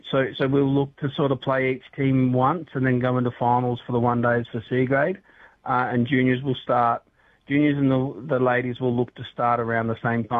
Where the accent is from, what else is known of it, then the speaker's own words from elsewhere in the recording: Geelong, Victoria, Australia; now in Western Australia, Australia; I'm originally from Geelong